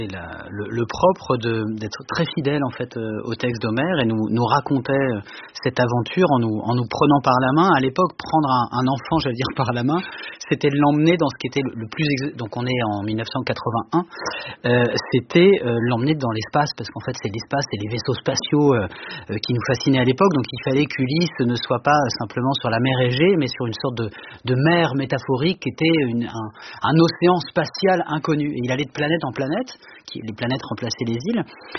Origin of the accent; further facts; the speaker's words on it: Le Havre, Normandy, France; Moi, j'ai grandi au Havre